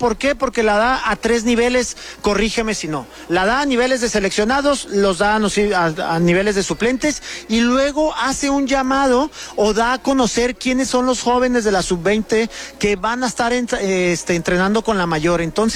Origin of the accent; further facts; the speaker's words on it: Chihuahua, Mexico; yo le digo a Papashoa porque soy de Chihuahua